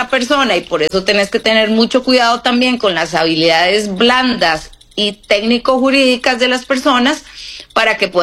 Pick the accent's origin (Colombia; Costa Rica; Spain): Costa Rica